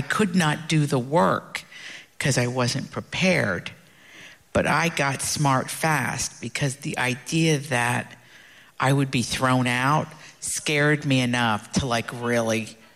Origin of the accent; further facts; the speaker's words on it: Appalachia, United States; So I was already unsophisticated. I was from Appalachia.